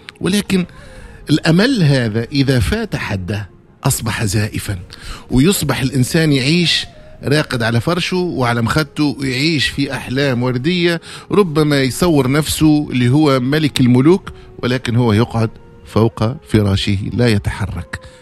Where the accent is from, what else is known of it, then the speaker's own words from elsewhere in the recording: Tunisia; باش نكون أنا مواطن تونسي مسلم بين يديك